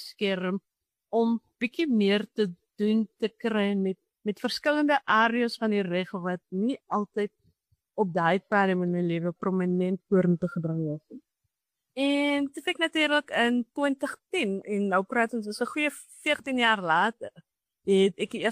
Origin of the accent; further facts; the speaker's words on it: Grabouw, Western Cape, South Africa; moved away as an adult; Ek het op Grabouw groot geword waar ek nou weer bly. Ek was vir 'n lang tyd weg.